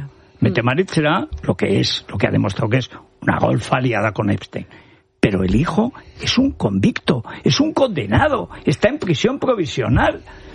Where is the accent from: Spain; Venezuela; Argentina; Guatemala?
Spain; Porque somos españoles y nos gusta como ganar el Mundial.